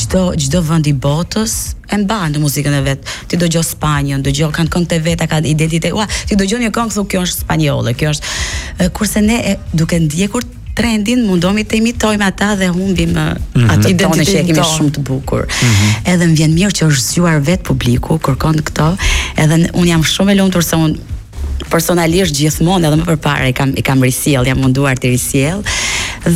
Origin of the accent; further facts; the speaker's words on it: Mirdita, Lezhë County, Albania; unë jam rritur në Mirëditë.